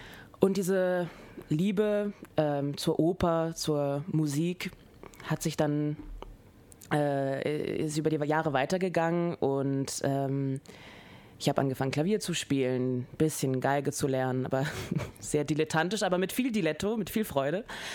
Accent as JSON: {"language": "German", "country": "France", "tie": "born or raised there", "also_born_or_lived": "Germany", "said": "ich bin Deutsch-Französin, ich bin in Deutschland geboren, in Frankreich aufgewachsen, habe hier in Salzburg am Mozarteum Schauspiel studiert und wohne jetzt in Wien"}